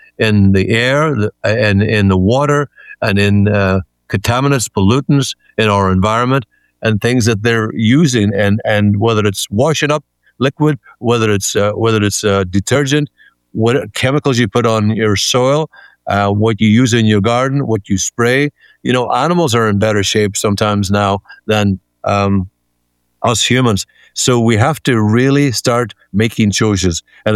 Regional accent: Ireland; now in United States; because I come from Ireland. We say in Ireland, he's full of blarney, or she's full of blarney

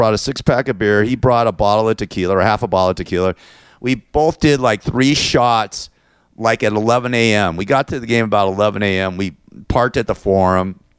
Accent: Los Angeles, California, United States; partying in my hometown of Tarzana

